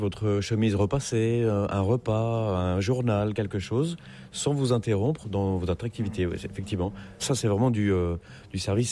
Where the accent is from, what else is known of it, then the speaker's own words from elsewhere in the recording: Nouvelle-Aquitaine, France; moved away as an adult; now in Hong Kong; la Charente, donc mon pays natal, que j'adore. Et donc la Charente, où j'ai commencé à faire mon école hôtelière là-bas, mon école de sommellerie. Et après, je suis parti travailler dans le Périgord.